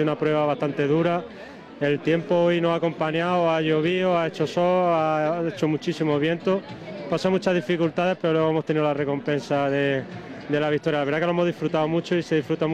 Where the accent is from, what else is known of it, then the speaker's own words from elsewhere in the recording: Andalusia, Spain; Somos de Bermad, de un pueblo de la provincia de Jaén. Tenemos un club de atletismo allí y decidimos este año venir a intentarlo. Así que, pueblo pequeñito, de unos 2.600 habitantes.